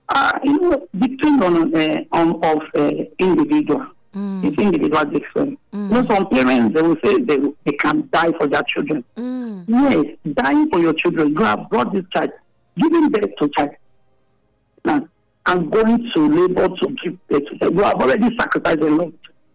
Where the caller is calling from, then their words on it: Germany; I'm calling from Germany.